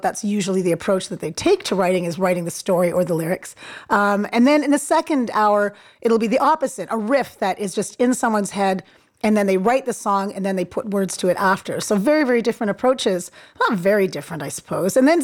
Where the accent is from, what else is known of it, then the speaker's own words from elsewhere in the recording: Ontario, Canada; growing up in Ontario, they always called it the May 2-4 weekend, you know, because it was around the 24th of May.